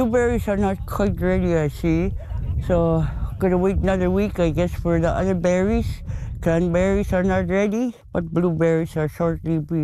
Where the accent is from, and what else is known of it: Reindeer Station, Northwest Territories, Canada; now in Inuvik, Canada